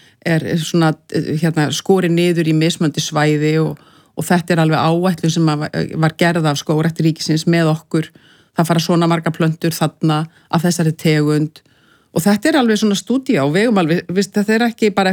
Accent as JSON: {"language": "Icelandic", "town": "Reykjavík", "region": "Capital Region", "country": "Iceland", "tie": "born or raised there"}